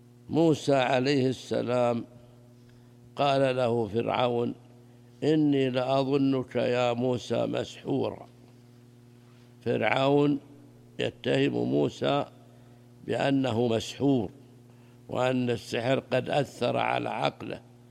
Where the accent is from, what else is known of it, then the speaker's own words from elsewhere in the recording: Saudi Arabia; بينما هو عندنا في السعودية كان قديما يعني 1200 قبل 3 سنوات